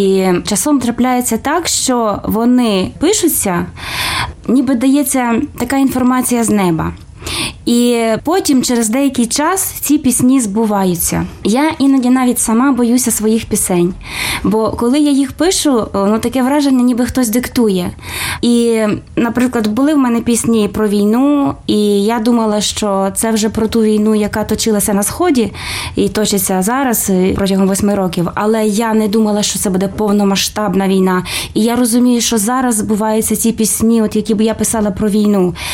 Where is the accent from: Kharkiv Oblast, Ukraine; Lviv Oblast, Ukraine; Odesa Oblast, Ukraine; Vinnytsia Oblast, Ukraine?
Lviv Oblast, Ukraine; Lviv; born there; Я народилася у Львові.